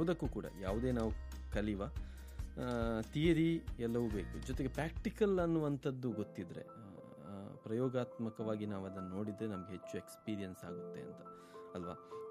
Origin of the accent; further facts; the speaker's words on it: Mangaluru, Karnataka, India; ಮಂಗಳೂರು ನಮ್ಮ ಊರು ಅಂತ ಹೇಳಿದರೆ ಬೇರೆ ಬೇರೆ ಕಾರಣದಿಂದಾಗಿ ಇಷ್ಟ ಆಗುತ್ತೆ.